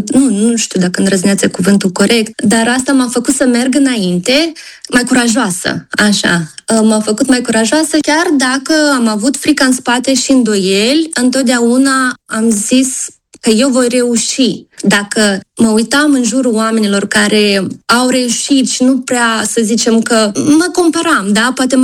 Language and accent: Romanian; Moldova; now in United States; oricum avem un gol care l-am lăsat de când am plecat din Republica Moldova.